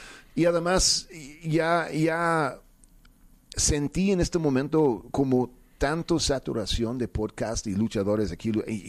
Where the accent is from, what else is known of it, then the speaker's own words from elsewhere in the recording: Mexico City, Mexico; Soy chilango con acento, pues yo qué hago, ¿no?